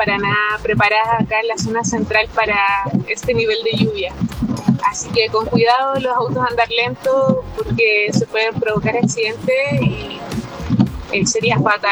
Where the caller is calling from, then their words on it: Rancagua, O'Higgins, Chile; Soy de Rancagua